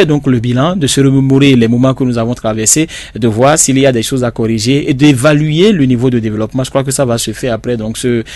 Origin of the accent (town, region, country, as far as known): Benin